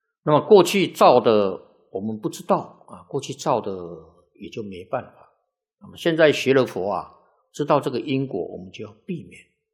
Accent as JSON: {"language": "Chinese", "country": "Taiwan", "said": "鱼头都免费的啊，我们台湾都要买的啊"}